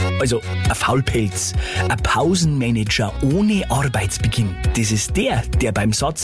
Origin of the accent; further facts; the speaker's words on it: Bavaria, Germany; Ein Beizer heißt man bei uns einen